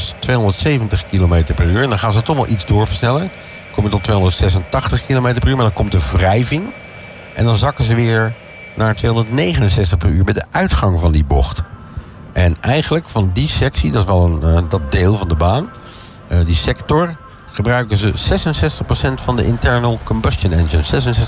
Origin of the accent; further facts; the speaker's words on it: Netherlands; Ja, maar ja, wij zijn Nederlanders en wij zijn eigenwijs.